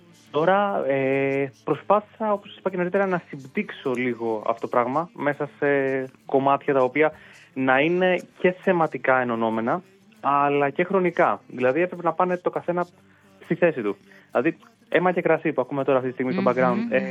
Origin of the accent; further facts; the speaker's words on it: Greece; εμείς είμαστε Έλληνες